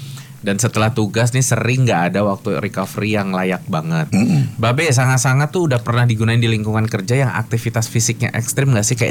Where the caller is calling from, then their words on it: Yogyakarta, Special Region of Yogyakarta, Indonesia; Aku dari Jogja, masih status sebagai mahasiswi kedokteran hewan.